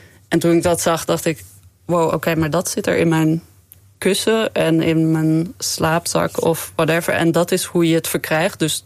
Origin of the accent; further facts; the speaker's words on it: Groningen, Netherlands; Ja, ik ben gewoon Nederlands uit Groningen.